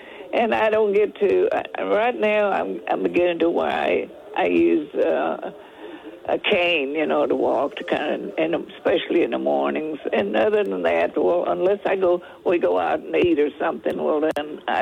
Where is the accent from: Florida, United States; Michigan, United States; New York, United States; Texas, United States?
Texas, United States; Schulenburg; also born or lived in Freiburg, Texas; From Schulenburg. I was born out in Freiburg, Texas. That's out in the country. And we didn't have a car until I was about 9 years old.